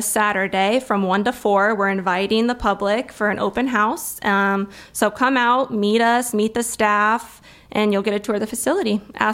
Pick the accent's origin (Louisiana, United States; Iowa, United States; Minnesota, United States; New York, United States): Iowa, United States; Fort Madison; also born or lived in Kansas City; now in Mount Pleasant, United States; So I'm originally from Fort Madison, but a lot of you know we've been in Mount Pleasant back in this area for the last 5 years.